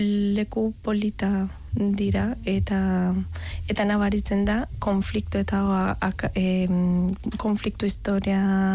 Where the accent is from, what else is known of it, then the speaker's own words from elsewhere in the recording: Bogotá, Colombia; born there; Basque is a second language; Ni irian, Bogota jaio nintzen, bai.